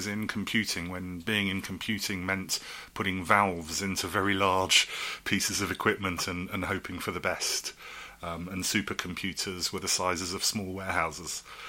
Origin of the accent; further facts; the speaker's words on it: Beverley, Yorkshire and the Humber, United Kingdom; born there; also born or lived in Derbyshire / Ashford, Kent; So I was born in Yorkshire, in a hospital in Beverley. We didn't stay in Yorkshire too long. We moved around quite a lot as a family. So moved to Derbyshire and went to preschool there, and we found ourselves in Ashford in Kent